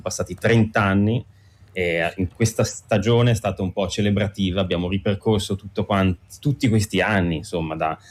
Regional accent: Milan, Lombardy, Italy; Comunque sono di Milano, mio padre è di Torino.

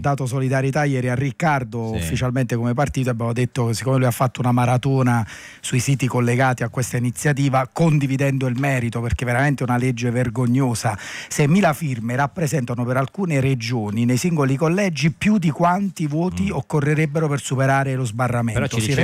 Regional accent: Campania, Italy; Essendo campano

